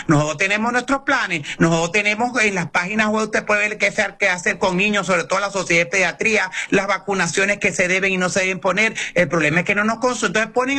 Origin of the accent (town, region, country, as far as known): Venezuela